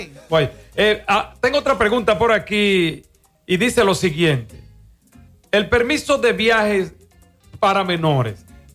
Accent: Dominican Republic

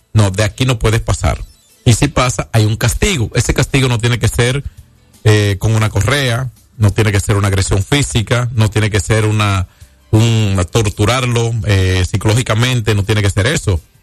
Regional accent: San Francisco de Macorís, Duarte, Dominican Republic; uno de los hijos de San Francisco de Macorís, de la ciénaga querida, ya a 13 kilómetros hacia la Loma Quitespuela, de donde vengo

